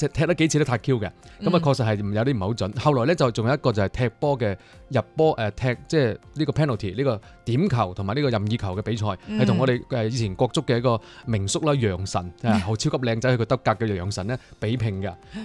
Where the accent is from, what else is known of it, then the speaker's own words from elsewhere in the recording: Guangdong, China; 我作為一個廣東人